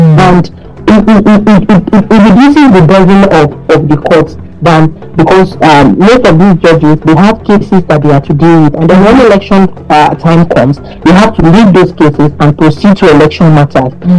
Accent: Nigeria; I am also a Nigerian youth, right?

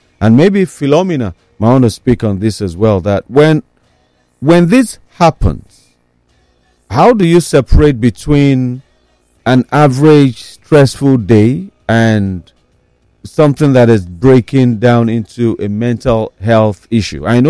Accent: Nigeria; as a Nigerian, as an average person who has been in the rain

